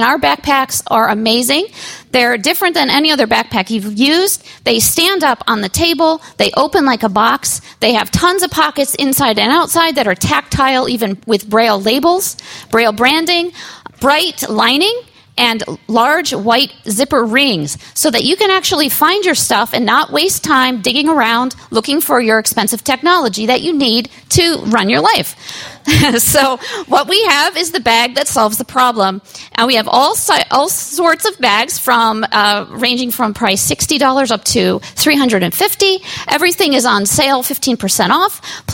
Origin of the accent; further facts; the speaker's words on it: South Korea; English is a second language; And we're here all the way from Philadelphia, and I'm here from South Korea.